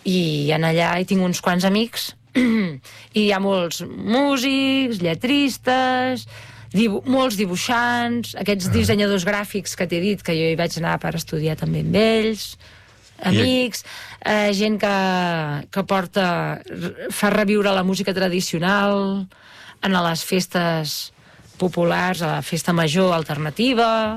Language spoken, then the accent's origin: Catalan; Catalonia, Spain; Sí, jo realment és que no em sento d'enlloc, però em sento de Catalunya